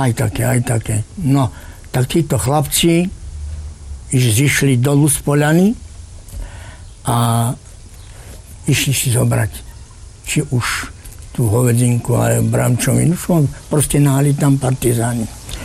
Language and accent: Slovak; Dubravy, Banská Bystrica Region, Slovakia; born there; Pochádzam z tejto obci v Dubravách. Narodil som sa 1. marca 1940. Pochádzam z chudobnej rodiny.